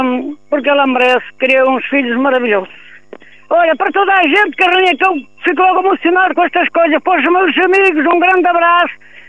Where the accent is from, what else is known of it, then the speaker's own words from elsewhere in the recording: Macedo de Cavaleiros, Norte, Portugal; born there; moved away; Quero mandar um beijinho para a minha terra, para a minha sobrinha Helena, que está aí em Macedo